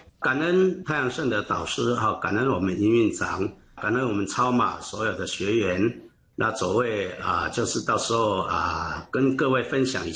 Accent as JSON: {"language": "Chinese", "region": "Taoyuan", "country": "Taiwan", "moved": "yes"}